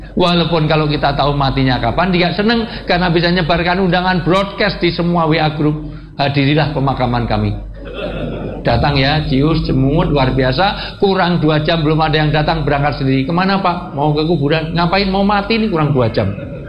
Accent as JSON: {"language": "Indonesian", "region": "Java", "country": "Indonesia", "said": "mohon maaf, saya asli orang Jawa. Dalam tradisi Jawa, orang tua disebut sepuh."}